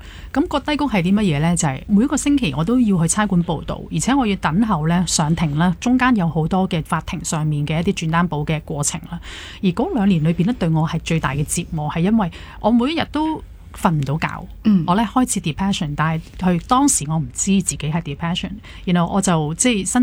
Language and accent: Chinese; Hong Kong; 我作为一个港女，我要吃得好穿得好，我又要什么都名牌